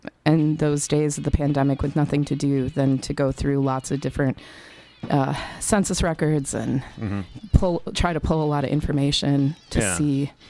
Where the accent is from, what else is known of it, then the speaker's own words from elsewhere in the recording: Milwaukee, Wisconsin, United States; also born or lived in Madison; My whole life has been back and forth between Madison and Milwaukee. My parents met here. I was born in Madison. The day I was born, my dad got word on a job, and so we moved over to Washington Boulevard.